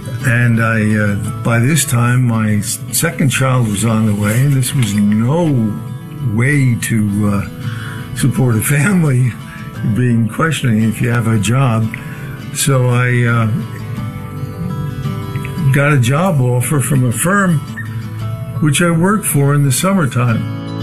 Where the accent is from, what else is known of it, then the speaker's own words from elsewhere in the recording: Long Island, New York, United States; I was born and raised in Long Island. We lived in a small house with my mother's parents, and there was my sister and my parents.